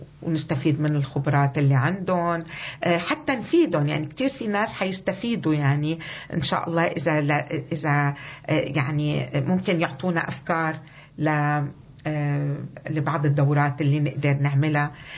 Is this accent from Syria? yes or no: yes; Syria; now in Australia; أنا كسورية أسترالية